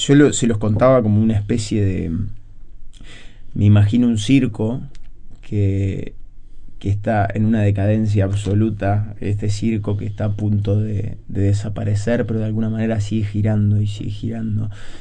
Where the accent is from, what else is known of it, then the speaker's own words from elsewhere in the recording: Uruguay; algo que nos pasa a los uruguayos